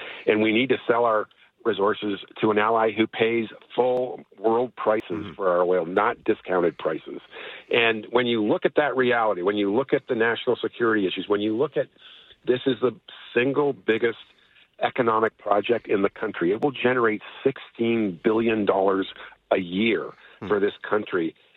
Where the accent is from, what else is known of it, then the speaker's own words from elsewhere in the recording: Canada; I couldn't have been prouder as a Canadian to see us demonstrate to Alberta there is a place in this country for Alberta